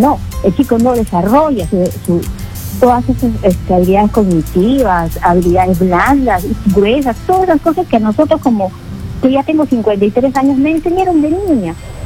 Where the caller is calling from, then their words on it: Lima, Peru; de Surco.